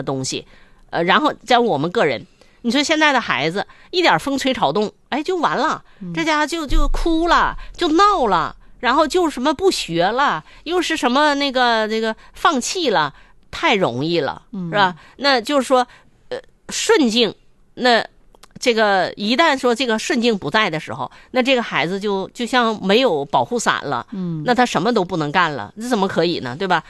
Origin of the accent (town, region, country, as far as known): China